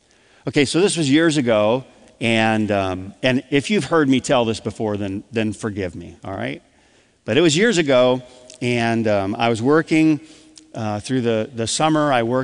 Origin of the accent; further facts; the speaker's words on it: Adrian, Michigan, United States; I grew up in Adrian, Michigan.